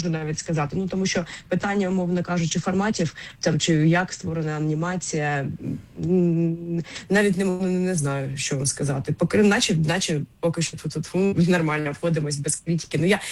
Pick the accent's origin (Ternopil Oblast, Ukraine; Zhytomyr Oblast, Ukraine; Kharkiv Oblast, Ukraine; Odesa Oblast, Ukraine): Kharkiv Oblast, Ukraine; Kharkiv; Я сама з Харкова. Родом.